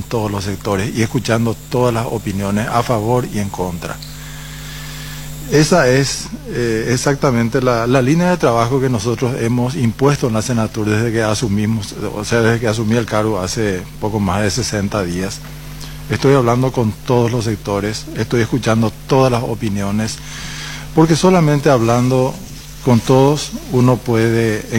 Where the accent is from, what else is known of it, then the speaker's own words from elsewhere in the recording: Paraguay; yo aprecio mucho como paraguayo eso